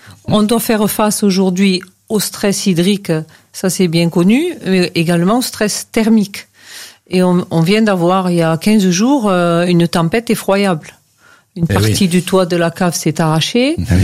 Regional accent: Occitanie, France; ils venaient chez nous dans le Languedoc.

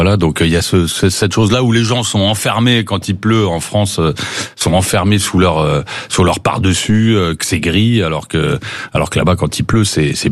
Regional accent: Mali; born there; Je suis né au Mali

